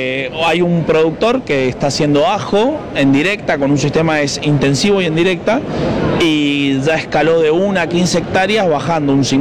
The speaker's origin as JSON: {"language": "Spanish", "region": "Mendoza", "country": "Argentina", "also_born_or_lived": "Villa Mercedes, San Luis", "accent": "Mendoza tonada", "said": "soy de Mendoza, la tonada Acusa. Agrónomo recibido en Villa Mercedes San Luis, en Pampa Húmeda, en el año 2010, y volví a trabajar a Mendoza en el 17"}